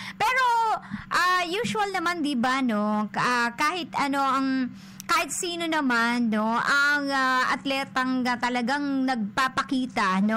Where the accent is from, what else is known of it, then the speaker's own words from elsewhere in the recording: Central Luzon, Philippines; now in Alaminos, Philippines; Taga Pampanga po ako, pero nandito na ako sa Alaminos, Pangasinan, nakatira kabahagi.